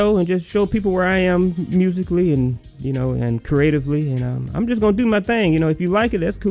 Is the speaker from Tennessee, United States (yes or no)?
yes; Memphis, Tennessee, United States; I grew up in Orange Mound, so I was around so much of that sound